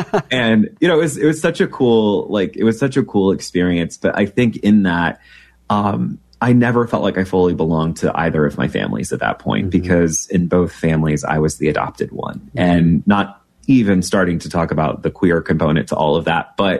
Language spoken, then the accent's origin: English; Peoria, Illinois, United States; Yeah, I grew up in Peoria, Illinois. So small town, Illinois, loved it.